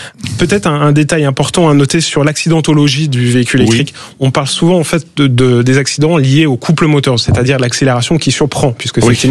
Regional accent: Grand Est, France

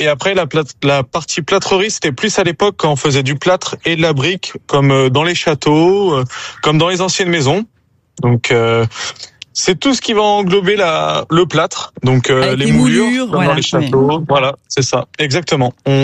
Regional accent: Rennes, Brittany, France; je viens de Bretagne, précisément à Rennes

